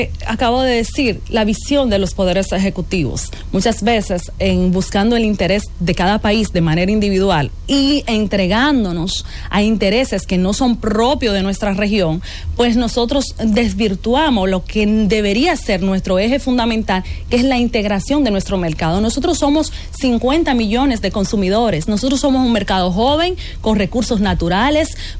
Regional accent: Dominican Republic; cómo podemos nosotros como dominicanos y como región poder integrarnos

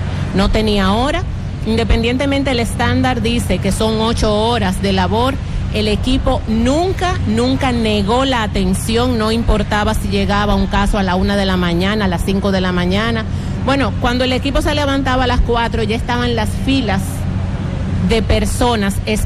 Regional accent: Dominican Republic; podemos estar todos como dominicanos muy orgullosos

